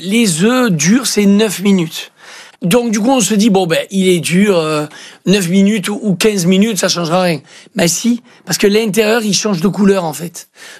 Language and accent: French; Switzerland; Moi non plus, oui, mais parce que moi, vous savez, moi je suis suisse.